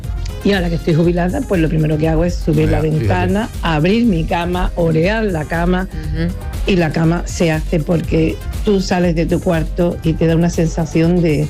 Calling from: Málaga, Andalusia, Spain; de Málaga.

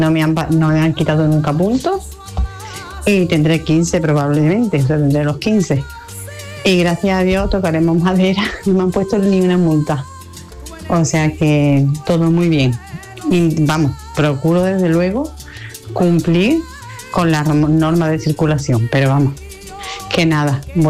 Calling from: Málaga, Andalusia, Spain; de Málaga.

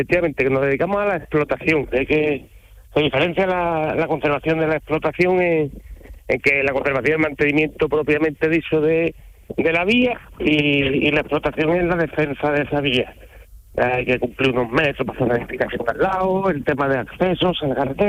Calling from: Vejer de la Frontera, Andalusia, Spain; Soy un Vejer de la Frontera, un maravilloso pueblo aquí de la provincia de Cádiz.

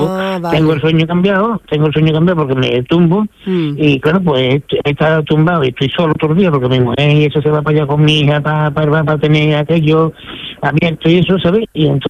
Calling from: Seville, Andalusia, Spain; En casa, aquí en Pinomontano.

